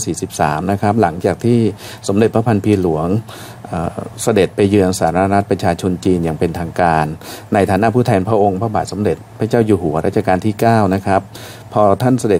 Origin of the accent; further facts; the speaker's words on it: southern Isan, Thailand; moved away; ท่านบอกว่า … เธอลองกลับไปที่บ้านเกิดที่อีสานใต้นะครับ